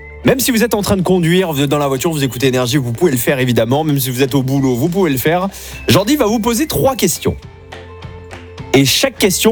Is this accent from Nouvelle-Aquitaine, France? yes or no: yes; Mont-de-Marsan, Nouvelle-Aquitaine, France; tu sais que moi, je suis resté jusqu'à mes 18 ans à Mont-de-Marsan, j'ai grandi à Mont-de-Marsan.